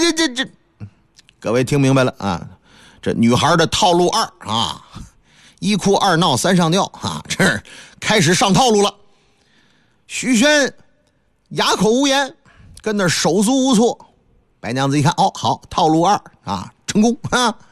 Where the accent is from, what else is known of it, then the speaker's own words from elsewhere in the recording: Northeast China, China; 你像我老家东北